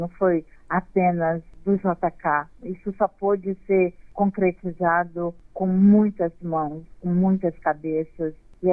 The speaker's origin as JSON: {"language": "Portuguese", "region": "Espírito Santo", "country": "Brazil", "tie": "born there", "moved": "as an adult", "lives_now": "Brasília, Brazil", "said": "sou capixandanga, nasci no Espírito Santo, mas estou em Brasília desde 2005 e é aqui que eu me tornei cineasta."}